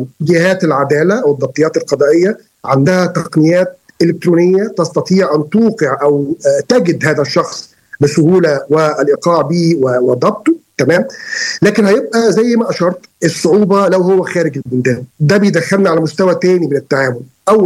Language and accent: Arabic; Egypt; احنا بقى عندنا في مصر في قانون مخصص لهذا النوع من الجرائم